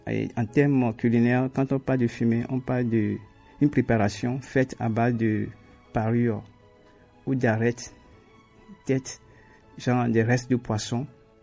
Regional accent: Togo; chez nous au Togo

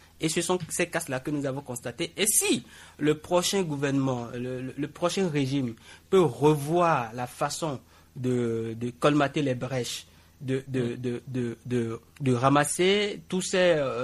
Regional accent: Benin; aujourd'hui, on ne se cache plus lorsqu'on dit « je suis béninois »

